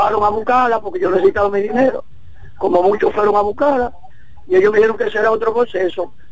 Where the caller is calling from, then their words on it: La Victoria, Santo Domingo, Dominican Republic; Desde aquí, de La Victoria.